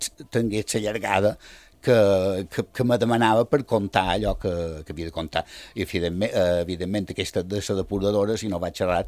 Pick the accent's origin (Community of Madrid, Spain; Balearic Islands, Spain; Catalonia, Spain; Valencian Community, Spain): Balearic Islands, Spain; Porreres; la del meu poble, la de Porreres